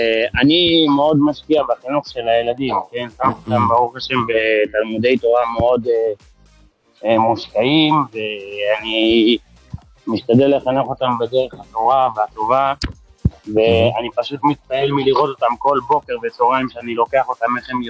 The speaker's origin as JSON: {"language": "Hebrew", "town": "Beit Shemesh", "region": "Jerusalem District", "country": "Israel"}